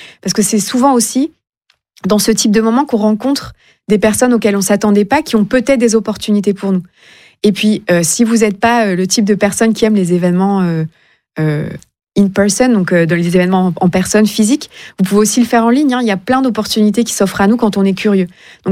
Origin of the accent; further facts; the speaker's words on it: Réunion, France; Évidemment, je suis française, mais j'ai grandi aussi à La Réunion. Donc, j'ai grandi dans une île, dans un dom-tom.